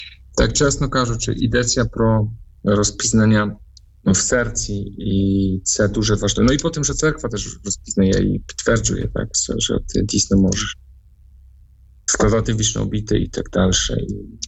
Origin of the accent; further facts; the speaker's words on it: Poland; Ukrainian is a second language; тому що я з Польщі.